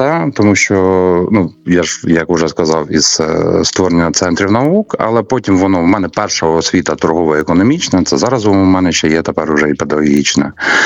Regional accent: Krasnokutsk district, Kharkiv Oblast, Ukraine; я родом із маленького села в 300 людей із Харківської області.

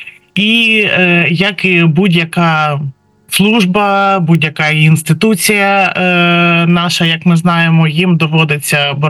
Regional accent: Cherkasy, Cherkasy Oblast, Ukraine; я сама з Черкас родом

